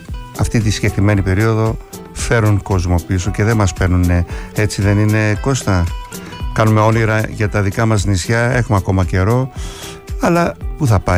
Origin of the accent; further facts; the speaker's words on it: Kasos, South Aegean, Greece; στο νησί μου την Κάσο.